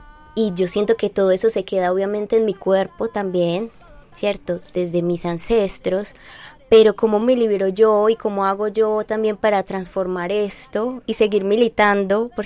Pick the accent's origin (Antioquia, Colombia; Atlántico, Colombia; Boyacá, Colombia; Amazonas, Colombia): Antioquia, Colombia; Medellín; born there; Yo nací en Moravia, mi familia creció allí, se enraizó allí, todavía hay muchos familiares que viven en este lugar